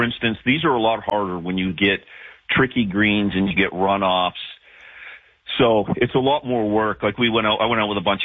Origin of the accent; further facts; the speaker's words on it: United Kingdom; I'm British.